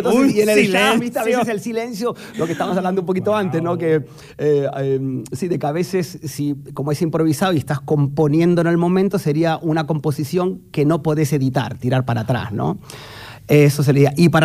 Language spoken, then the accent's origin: Spanish; Buenos Aires, Argentina; moved away as an adult; also born or lived in New York; Buenos Aires, capital.